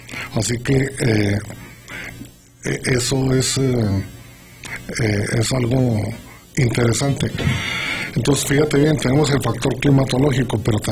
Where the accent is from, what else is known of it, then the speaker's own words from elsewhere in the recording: Mexico; como somos turistas mexicanos